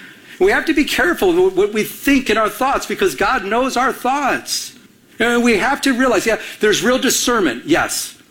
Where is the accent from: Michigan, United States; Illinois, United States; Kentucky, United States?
Michigan, United States; I'm from Michigan. I didn't know all these people.